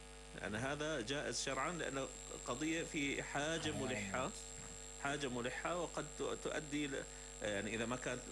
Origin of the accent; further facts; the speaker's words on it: Damascus, Damascus Governorate, Syria; هذا ما شائع عندنا في دمشق